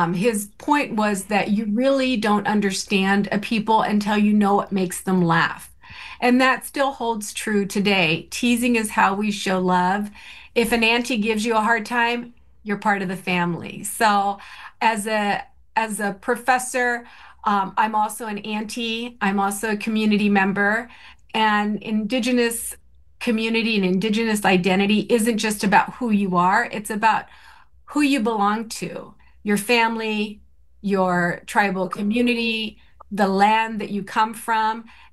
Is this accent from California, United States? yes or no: yes; California, United States